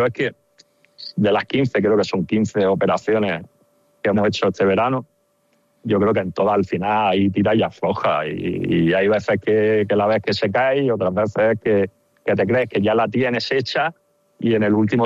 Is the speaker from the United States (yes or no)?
no; Zamora, Castile and León, Spain; porque antes todos somos de Zamora, algunos somos directores deportivos, otros entrenadores, aficionados, futbolistas